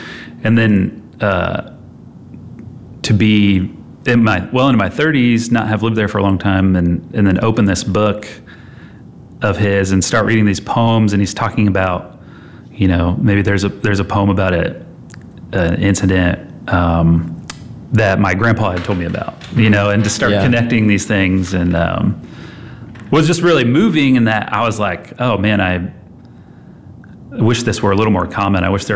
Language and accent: English; Elwood, Indiana, United States; I'm from Elwood